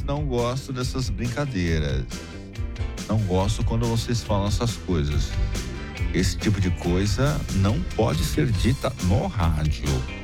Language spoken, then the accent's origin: Portuguese; Rio Grande do Sul, Brazil; Eu sou do Rio Grande do Sul